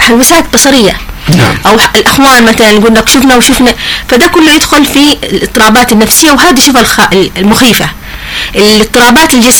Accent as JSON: {"language": "Arabic", "country": "Yemen", "said": "لكن عندنا في اليمن ما أظن."}